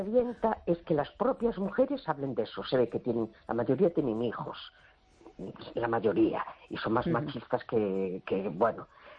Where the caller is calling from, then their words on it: A Coruña, Galicia, Spain; de La Coruña.